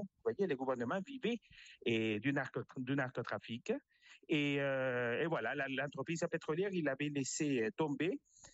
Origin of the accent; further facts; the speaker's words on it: Venezuela; moved away; J'ai quitté le Venezuela il y a plus de 20 ans.